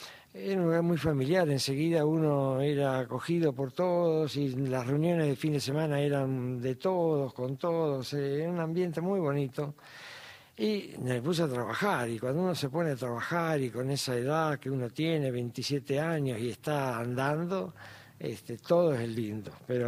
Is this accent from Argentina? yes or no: yes; Santa Fe, Argentina; moved away as an adult; now in Jujuy, Argentina; cosa que no me asustaba porque soy santafesino. Hace el mismo calor y hay los mismos mosquitos que en la ciudad de Santa Fe.